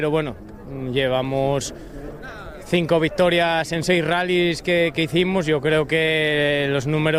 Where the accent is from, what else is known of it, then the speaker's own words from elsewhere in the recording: Asturias, Spain; un orgullo como asturiano